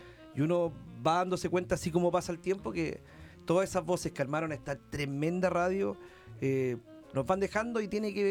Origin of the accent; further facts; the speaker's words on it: Viña del Mar, Valparaíso, Chile; yo crecí en Santa Inés, crecí en Santa Julia. estoy en Gómez Carreño, donde gran parte son evertonianos y no tengo ni un problema. Compartí con mucha gente de los del Cerro cuando vivía en Santa Inés